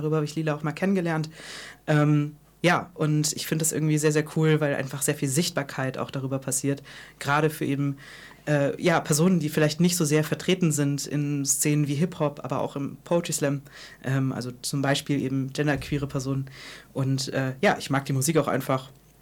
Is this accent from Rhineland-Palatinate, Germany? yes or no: no; Erlangen, Bavaria, Germany; Erlangen, deswegen, weil ich tatsächlich hier aufgewachsen bin. Also ich bin in Steudach geboren, falls das irgendjemandem was sagt.